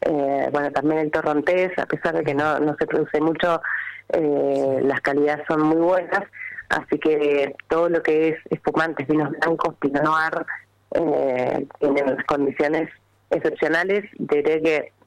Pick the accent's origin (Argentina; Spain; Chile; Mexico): Argentina; General Roca, Río Negro; moved away as an adult; also born or lived in Uruguay; volví para Roca, estoy viviendo acá